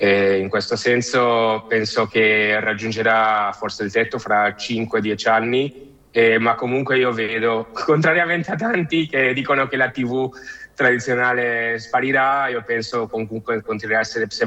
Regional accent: Buenos Aires, Argentina; also born or lived in Genoa; Io sono originario di Genova, ma sono partito da bambino quando avevo più o meno 3 anni e verso Sud America. Ho vissuto quasi tutta la mia vita in Argentina, a Buenos Aires

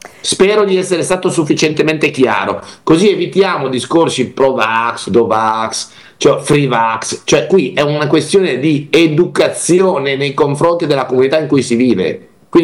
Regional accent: Liguria, Italy; Io mi vergogno di questi dati da Ligure.

